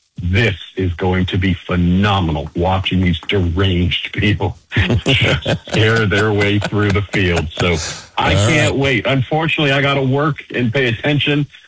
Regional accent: California, United States; I'm from Northern California, where the weather is pretty consistent and consistently beautiful.

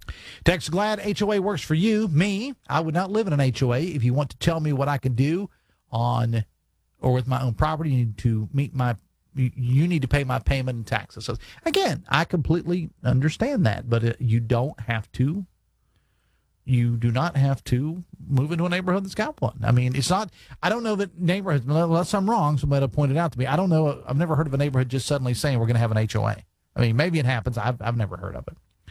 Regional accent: Mann, West Virginia, United States; also born or lived in Logan; I love this town that I grew up in. I lived in two different communities, areas growing up in Logan County. One was in the Mann area, or as it's known, the Tridelphia area, and also in the Logan area.

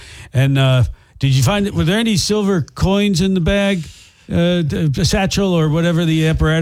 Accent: United States; I'm from America.

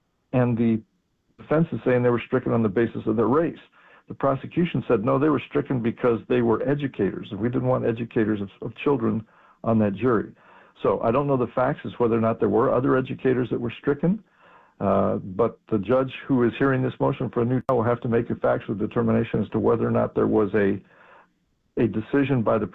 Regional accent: New Mexico, United States; In my home state of New Mexico

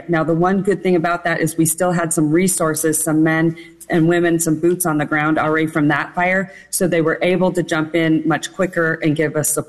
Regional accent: Reno, Nevada, United States; I was born and raised here in Reno

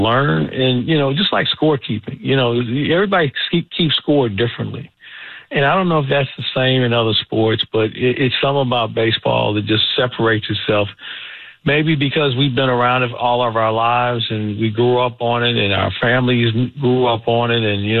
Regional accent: St. Louis, Missouri, United States; because I grew up in St. Louis, and I had the chance to listen to Harry Carey and Jack Buck and Mike Shannon and John Rooney

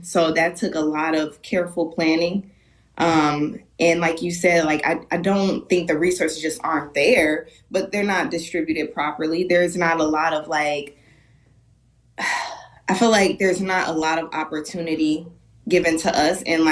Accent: Milwaukee, Wisconsin, United States; moved away as an adult; now in Las Vegas, United States; I'm from Milwaukee's North Side. My parents weren't rich. You know, they were working class people.

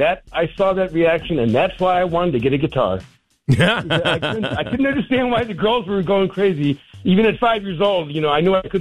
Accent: California, United States; In my hometown, it was Candlestick Park.

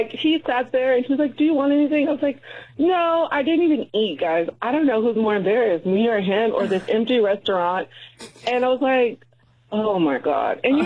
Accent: Chicago, Illinois, United States; now in Texas, United States; So, I am originally from Chicago, moved to Texas.

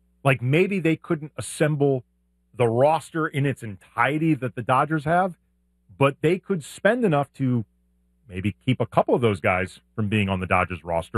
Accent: St. Louis, Missouri, United States; moved away; I'm from St. Louis. I have a lot of friends and family who are still there.

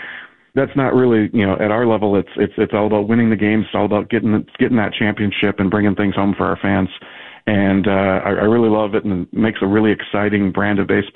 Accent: Minnesota, United States; You know, I grew up in Minnesota, so hockey's a big thing for us.

